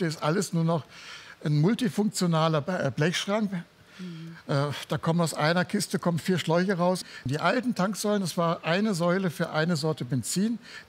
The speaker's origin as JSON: {"language": "German", "town": "Ludwigsburg", "region": "Baden-Württemberg", "country": "Germany", "tie": "born or raised there", "said": "Ja, in Ludwigsburg, das ist meine Heimatstadt."}